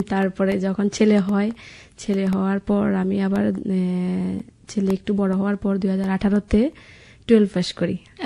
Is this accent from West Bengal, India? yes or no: no; Tripura, India; born there; now in Rajnagar, Belonia, India; বাবার বাড়ি নিহাননগর।